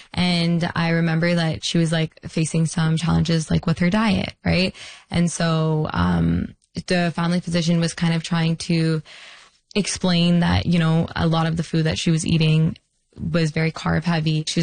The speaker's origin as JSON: {"language": "English", "town": "Peel", "region": "Ontario", "country": "Canada", "tie": "born or raised there", "said": "And growing up in Peel, I've seen the need."}